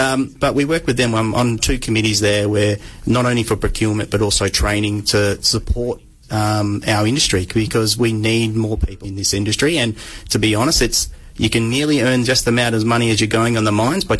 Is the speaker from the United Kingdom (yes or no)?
no; Shark Bay, Western Australia, Australia; I started as a chef back in my hometown in Shark Bay